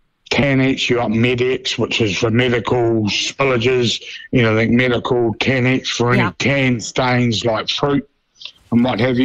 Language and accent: English; Dunedin, Otago, New Zealand; We're from Dunedin. We're all brought up, lived here. Got five kids with mum and dad and whatever. And we're all still in Dunedin